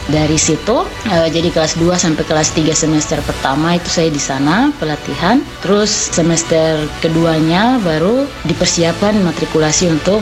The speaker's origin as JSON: {"language": "Indonesian", "town": "Biak", "region": "Papua", "country": "Indonesia", "tie": "born or raised there", "also_born_or_lived": "Jayapura", "said": "Terus saya lahir di Biak, saya besar dan sekolah dari TK sampai SMP di Biak. Setelah itu ada dari Jayapura, sekolah SMA Negeri 3 Jayapura."}